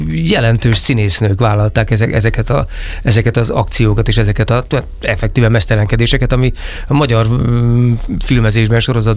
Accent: Szeged, Csongrád-Csanád, Hungary; Hát, vagy én szegedi vagyok, nálunk csisza.

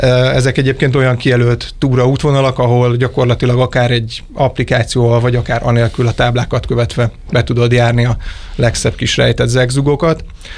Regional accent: Lake Balaton, Hungary; mivel a Balatonnál nőttem fel, ott valaki vagy mezőgazdasággal, vagy turizmussal kezd el foglalkozni

